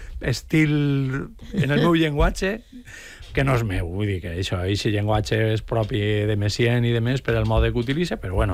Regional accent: Guadassuar, Valencian Community, Spain

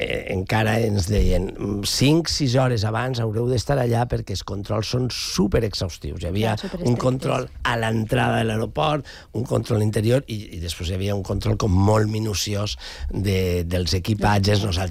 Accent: Alcoy, Valencian Community, Spain; moved away; jo soc d'Alcoi, com alguns més, i jo vaig tornar justament per al mig any. Jo vaig arribar a Alcoi

